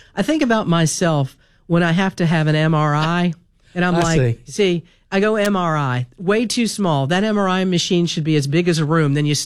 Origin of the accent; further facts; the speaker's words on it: Miami, Florida, United States; I grew up in Miami